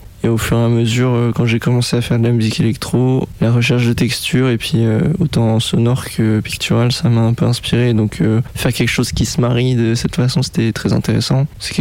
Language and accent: French; Occitanie, France; born there; also born or lived in Douai / Amiens; now in Paris, France; j'ai commencé le conservatoire à 7 ans, dans le sud, en Aveyron